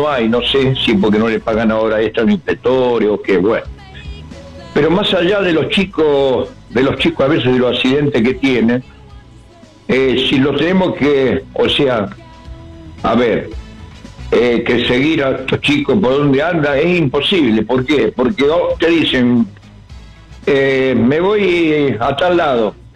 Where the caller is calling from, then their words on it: Chabás, Santa Fe, Argentina; Yo soy de Chabá